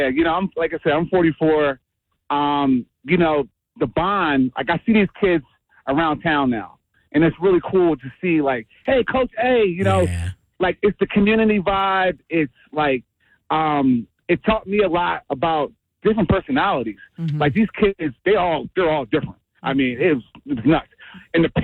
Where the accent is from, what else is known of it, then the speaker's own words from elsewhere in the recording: United States; born there; My family's from Jamaica, but I was born here and in the States.